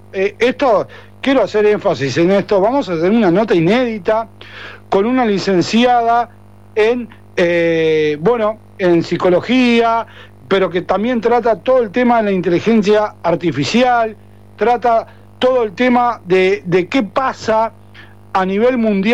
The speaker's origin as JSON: {"language": "Spanish", "country": "Uruguay"}